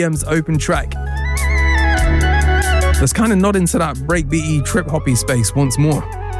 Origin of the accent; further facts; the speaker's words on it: Liverpool, North West England, United Kingdom; And that was the case with … from Liverpool. I'm always trying to big up my hometown.